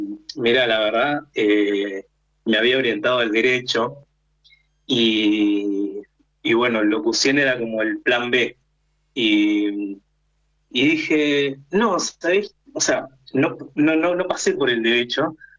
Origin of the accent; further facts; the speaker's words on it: Chos Malal, Neuquén, Argentina; moved away as an adult; now in General Roca, Argentina; no soy oriundo de General Roca. Yo nací en el norte neuquino, en realidad. Y hace un año me vine acá a estudiar, como te comentaba, la licenciatura.